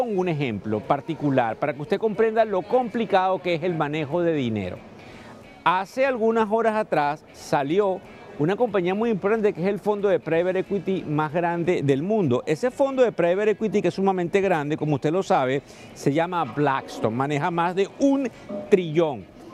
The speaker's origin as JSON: {"language": "Spanish", "country": "Venezuela", "moved": "yes", "lives_now": "New York, United States", "said": "yo soy el venezolano de negocios televisión, desde el piso de la bolsa de Nueva York"}